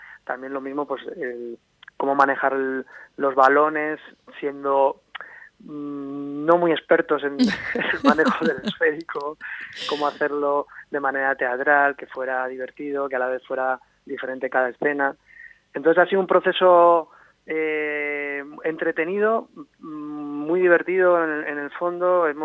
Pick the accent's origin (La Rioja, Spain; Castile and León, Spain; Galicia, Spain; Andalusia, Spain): La Rioja, Spain; Logroño; yo soy de Logroño